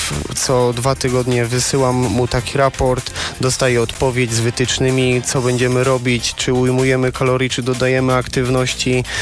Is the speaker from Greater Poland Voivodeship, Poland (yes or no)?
no; Sochaczew, Masovian Voivodeship, Poland; born there; Jestem z Sochaczewa, tu się urodziłem i tutaj teraz też mieszkam.